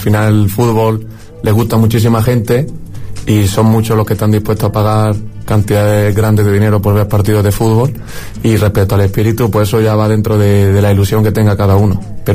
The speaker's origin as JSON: {"language": "Spanish", "town": "Granada", "region": "Andalusia", "country": "Spain", "moved": "as an adult", "lives_now": "Palencia, Spain", "said": "yo soy de Granada, pues mi equipo es Granada, al final las raíces tiran mucho"}